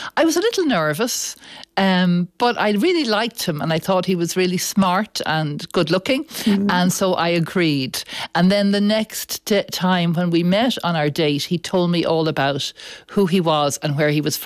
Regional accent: Dublin, Leinster, Ireland; Yes, he was from Derry in the north during the Troubles, and I was from Dublin. My parents were from Kerry and Tipperary, West Limerick.

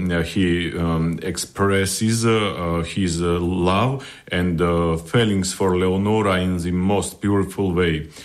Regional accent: Tbilisi, Georgia; I am from Georgia, Tbilisi, from a very beautiful and very old country.

